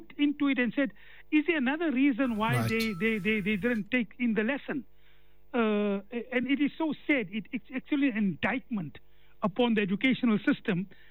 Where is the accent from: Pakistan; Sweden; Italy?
Pakistan; Karachi, Sindh; moved away; When I came from Karachi, I'll openly say it.